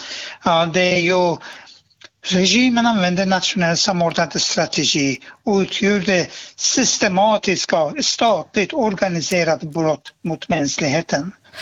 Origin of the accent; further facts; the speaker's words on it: Iran; och jag kommer ursprungligen från Iran, och det är därför jag lägger allt min kraft och energi för att få stopp för det här eländet i den där diktaturlandet Iran.